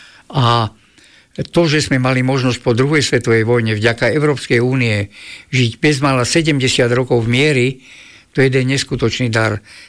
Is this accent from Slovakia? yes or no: yes; Bratislava, Bratislava Region, Slovakia; Tak predovšetkým ako Bratislavčan hovorím dobre maďarsky a nemecky. V škole sme sa naučili rusky a ako samouk som sa naučil anglicky.